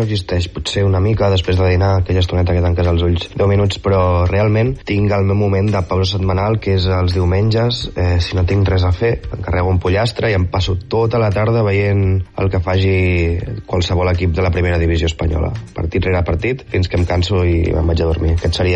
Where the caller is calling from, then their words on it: Ginestar, Catalonia, Spain; sóc el … de Ginestar